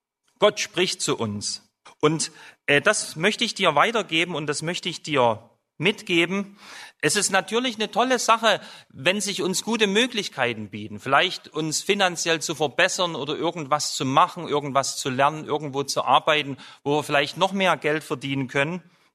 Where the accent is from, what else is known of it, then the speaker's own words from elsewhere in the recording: Germany; Ich bin in der DDR groß geworden als Christ, war auch in einem Jugendkreis so wie ihr